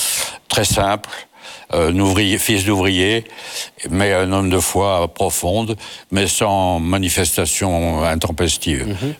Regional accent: Saint-Étienne, Auvergne-Rhône-Alpes, France; Alors, je suis originaire d'une ville en sinistrée, qui est Saint-Étienne, qui jadis était une ville, quand j'étais enfant, très prospère

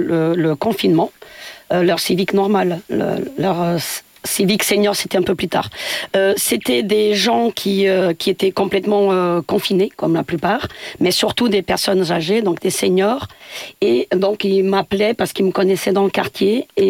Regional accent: Santa Comba, Viseu, Portugal; puisque moi je suis originaire donc du Portugal. Je viens d'un petit village où tout le monde s'entraide.

